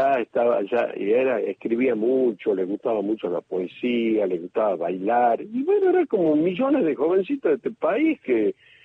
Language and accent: Spanish; Tucumán, Argentina